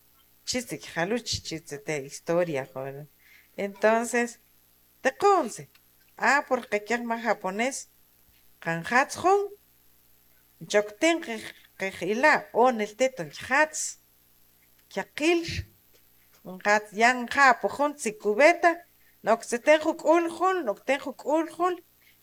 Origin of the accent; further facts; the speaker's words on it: Guatemala; Ya que soy guatemalteco